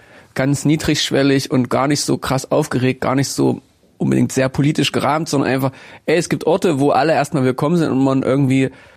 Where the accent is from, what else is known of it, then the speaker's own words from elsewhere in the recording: Jena, Thuringia, Germany; now in Erfurt, Germany; dann bin ich hier durch ganz viele Zufälle gelandet und seitdem fühle ich mich wirklich als Erfurter. So schwer mir das als Jenenser fällt, das sagen zu müssen oder zu wollen, aber es ist genau so, es ist mein Zuhause, ich wohne ja jetzt auch hier